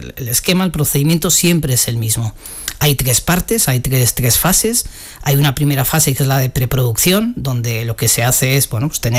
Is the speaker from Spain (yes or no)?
yes; Alsasua, Navarre, Spain; el recuerdo que yo tengo de ir al cine por primera vez era en un pueblecito donde vivía de pequeño, en Alsasua, ir con mi abuela.